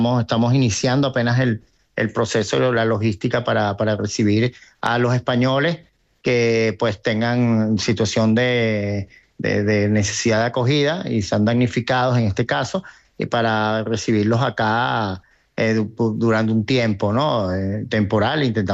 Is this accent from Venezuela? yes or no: yes; Venezuela; also born or lived in Tenerife; Yo tengo 55 años y nací acá, viví allá en Tenerife un tiempo, pero toda mi vida la he pasado acá y como soy venezolano.